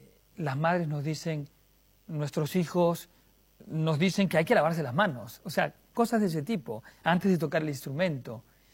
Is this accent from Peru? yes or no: yes; Peru; now in Europe; Yo soy peruano, yo he venido aquí a Europa y agradezco porque se me ha dado muchas oportunidades